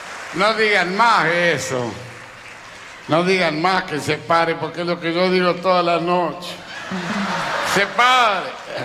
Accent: Alto Verde, Santa Fe, Argentina; now in Buenos Aires, Argentina; Yo nací en el Chaco santafesino. Me crié en Alto Verde, vine a Buenos Aires a buscar el aplauso.

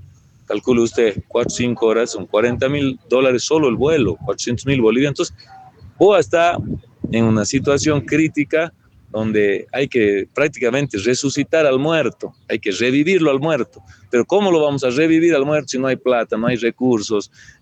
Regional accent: Bolivia; nosotros como bolivianos

